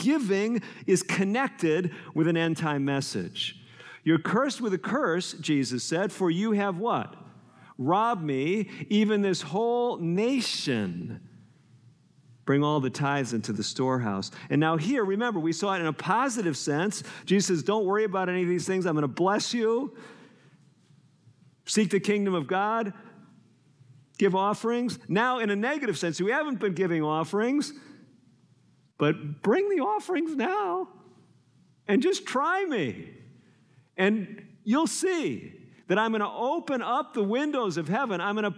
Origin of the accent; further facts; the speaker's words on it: Chicago, Illinois, United States; I grew up in Chicago